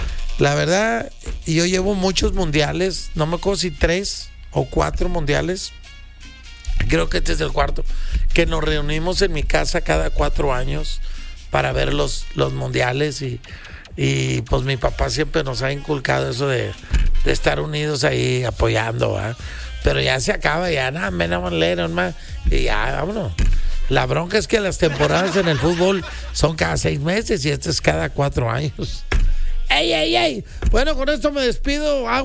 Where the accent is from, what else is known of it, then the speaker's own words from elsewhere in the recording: Mexico; somos mexicanos. Somos mexicanos